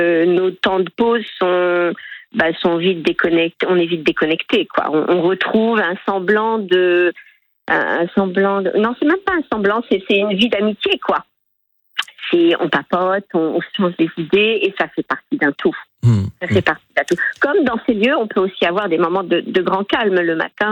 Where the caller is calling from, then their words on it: Bourgtheroulde, Normandy, France; Oui, c'est ça, tout à fait.